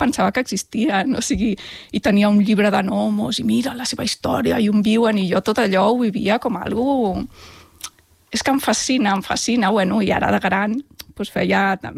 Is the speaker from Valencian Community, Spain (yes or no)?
no; Amposta, Catalonia, Spain; Jo vaig néixer a Amposta, en poblet del Delta de l'Ebre, que no tenim família allà, però bueno, els meus pares van anar allà buscant-se la vida, com molta gent, i allà ens van acollir superbé. I bueno, vaig tenir una infantesa doncs a un poble petit